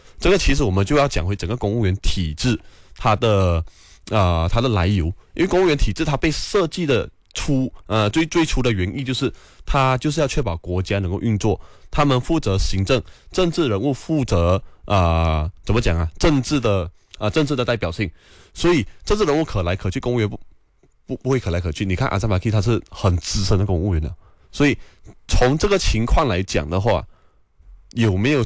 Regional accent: Malaysia; 就是其实作为马来西亚人我们都多少都会知道这样一点的情况

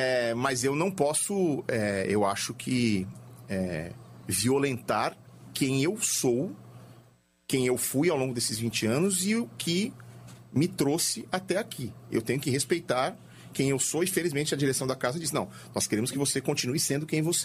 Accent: São Paulo, Brazil; Não, eu sou de São Paulo.

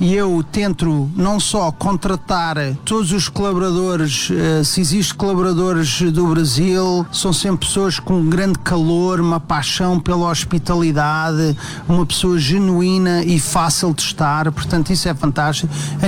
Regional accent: Portugal; mas para mim, como português, fico cheio de orgulho.

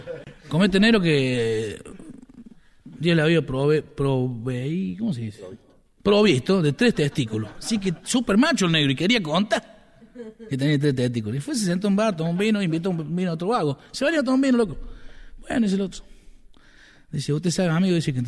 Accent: San Francisco, Argentina; Yo soy de San Francisco, ¿no? No California, acá.

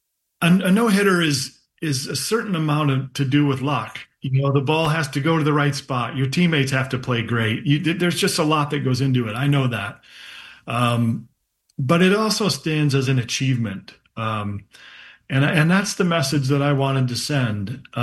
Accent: Flint, Michigan, United States; the spirit of my hometown in Flint, Michigan

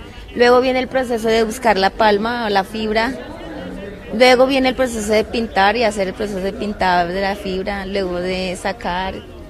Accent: Amazonas, Colombia; vengo del Amazonas, específicamente del resguardo indígena en Nazaret.

